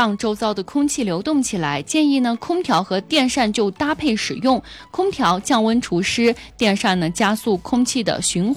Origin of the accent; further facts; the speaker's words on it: Yunnan, China; 因为像我们南方人可能不太像我们云南人不太习惯睡凉席